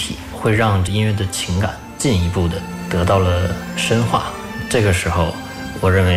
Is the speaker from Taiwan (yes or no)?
no; China; 我们中国人